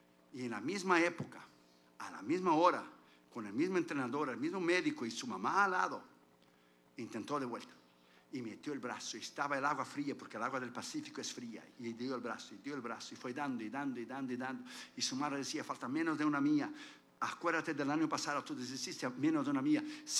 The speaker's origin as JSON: {"language": "Spanish", "country": "Brazil"}